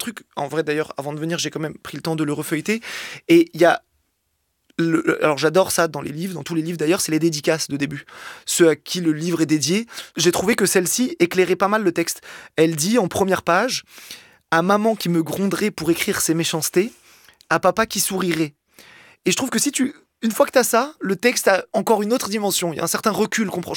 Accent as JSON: {"language": "French", "country": "Algeria"}